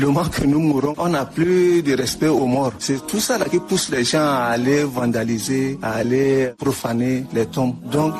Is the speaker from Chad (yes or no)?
yes; Chad; Sur le plan juridique, chez nous au Tchad, comme ailleurs, c'est un délit